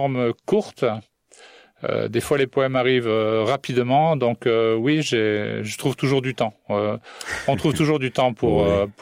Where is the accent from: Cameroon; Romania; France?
France; south of France; moved away as an adult; also born or lived in Paris / Nova Scotia, Canada; je suis né en France. Je suis né à Paris, j'ai grandi dans le sud de la France. Okay. Donc, ça m'a marqué.